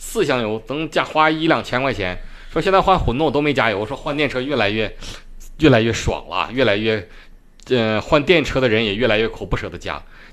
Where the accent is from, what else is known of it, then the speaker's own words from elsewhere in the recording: Northeast China, China; accent: Northeastern; 就是我们东北话缝了